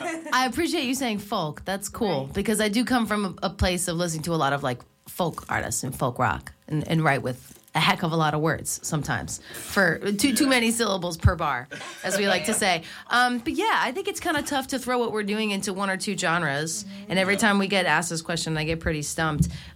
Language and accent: English; New York, United States; You know, we're from New York, and we're laid-back people